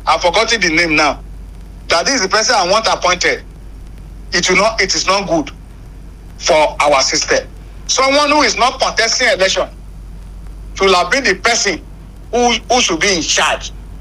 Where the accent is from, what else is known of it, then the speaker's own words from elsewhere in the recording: Nigeria; I am talking as a Nigerian who want the best for this country.